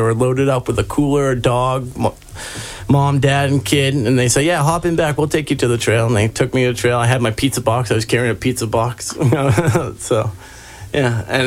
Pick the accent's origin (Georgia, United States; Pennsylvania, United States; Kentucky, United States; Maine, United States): Maine, United States; Bangor; moved away as an adult; now in Rangeley, United States; I had never been this side of the state growing up in Bangor.